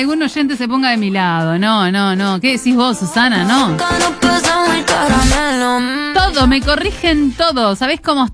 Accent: Uruguay; como los uruguayos hacemos hace 48 años

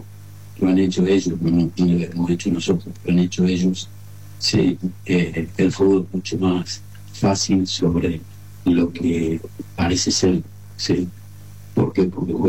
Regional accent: Argentina; Te daría mintiendo que soy argentino.

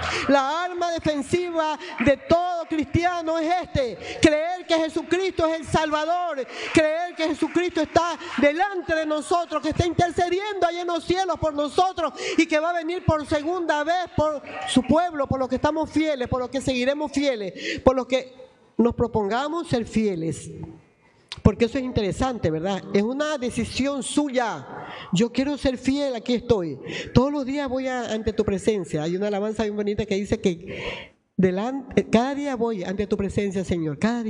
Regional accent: Guayaquil, Guayas, Ecuador; born there; nací en Guayaquil. Nunca reniegue donde nació. A mí me ruegan que me vaya a vivir a otro país. Me dan todo para irme a vivir. Y yo digo, no. Aquí yo no puedo irme de aquí porque aquí está todo lo mío.

